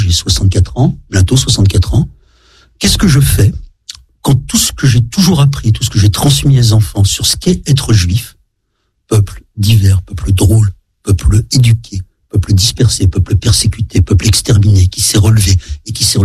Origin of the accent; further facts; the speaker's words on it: France; Je suis français